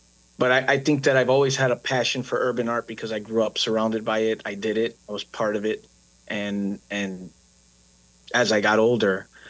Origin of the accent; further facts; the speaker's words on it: Chicago, Illinois, United States; I grew up in Chicago, and I grew up a graffiti artist